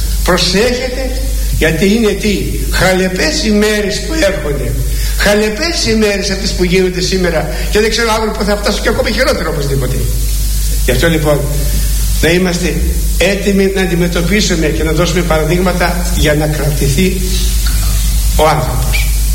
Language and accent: Greek; Greece